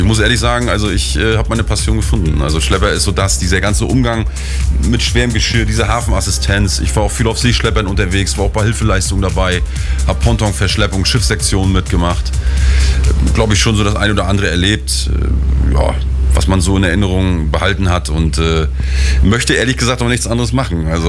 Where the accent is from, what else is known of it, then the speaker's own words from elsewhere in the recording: Rostock, Mecklenburg-Vorpommern, Germany; Also Rostock ist noch mein Geburtsort. Ich habe dort als Kind schon mit 8 Jahren Seesport gemacht.